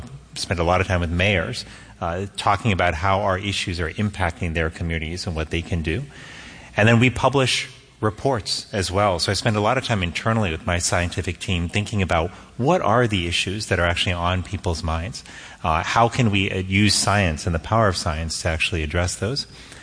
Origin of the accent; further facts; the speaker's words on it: Miami, Florida, United States; Miami, Florida, which is where I grew up, although I must tell you, so many times when people realize that I was born in Miami and brought up in Miami, they say, you don't really look like someone who's from Miami.